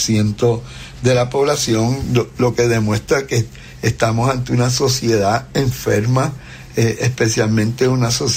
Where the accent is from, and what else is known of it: Puerto Rico